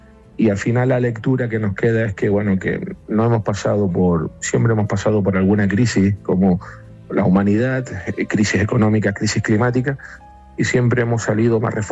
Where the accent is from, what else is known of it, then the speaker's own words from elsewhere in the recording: Canary Islands, Spain; soy el primer canario que gana este premio